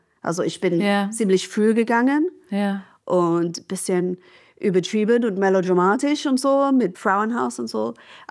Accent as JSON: {"language": "German", "region": "England", "country": "United Kingdom", "second_language": "German", "moved": "yes", "lives_now": "Germany", "said": "als Engländerin mit NHS-Sozialisierung"}